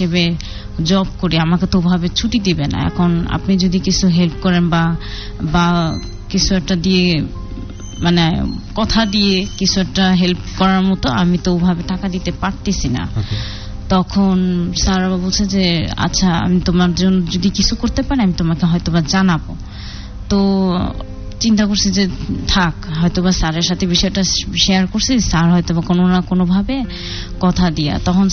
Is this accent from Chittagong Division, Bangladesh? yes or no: yes; Chittagong, Chittagong Division, Bangladesh; born there; এখানে আমি যেখানে চিটাগাং আমার জন্মস্থান হয়েছে সেখানকার তথ্য আমি আর কি কিছু পেয়েছি।